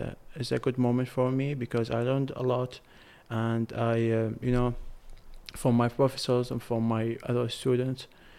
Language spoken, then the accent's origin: English; Al Qasim, Babil, Iraq; moved away as an adult; now in Baghdad, Iraq; first of all, I'm not from Baghdad. I'm from Babylon.